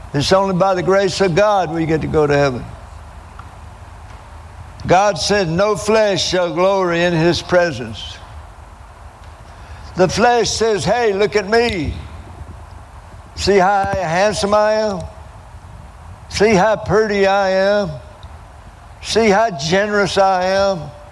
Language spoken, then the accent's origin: English; Alabama, United States; I'm from Alabama and proud of it.